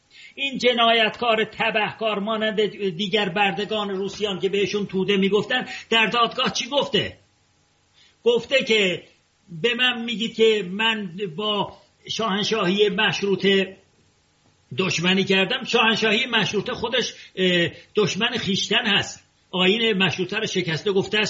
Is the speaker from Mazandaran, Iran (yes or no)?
no; Tehran, Tehran Province, Iran; also born or lived in Ardabil; من خودم به چشم خودم دیدم تبلها و شمشیر به سر و کله کوبیدن در اردبیل، که من اردبیلی هستم، در تهران بزرگ شدم و من اردبیلی هستم.